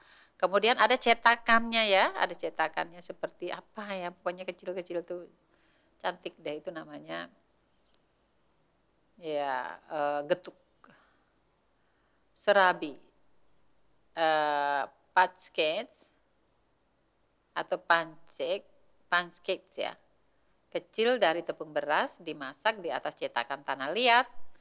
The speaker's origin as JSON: {"language": "Indonesian", "region": "Sulawesi", "country": "Indonesia", "said": "mungkin asing bagi kita orang Sulawesi makannya mulut sapi ya."}